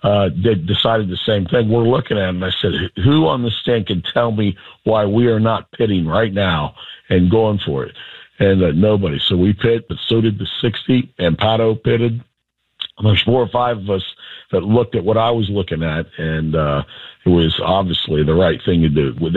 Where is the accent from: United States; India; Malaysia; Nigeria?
United States; Gahanna, Ohio; I grew up in Gahanna, and, you know, during high school and way before that, actually in mid-Ohio